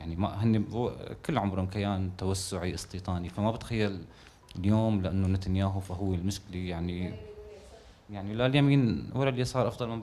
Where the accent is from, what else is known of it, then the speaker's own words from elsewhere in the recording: Syria; نحن عنا شخصيا هي يعني كسوريين عنا هي الميول تجاه الكرامة